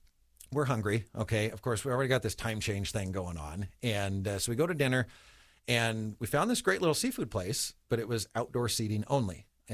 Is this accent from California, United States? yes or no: no; Washington, United States; We're from Washington. We're not used to this.